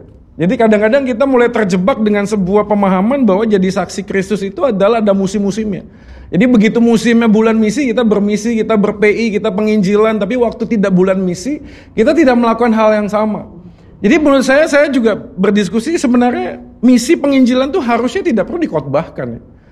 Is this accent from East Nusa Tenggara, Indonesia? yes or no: no; Bandung, West Java, Indonesia; now in Surabaya, Indonesia; Orang bilang muka saya ini cetakannya orang Batak, betul ya. Papa mama saya dari Sumatera, tapi saya lahir dan besar di Bandung. Jadi saya gak bisa bahasa Batak, saya lebih fasih bahasa Sunda.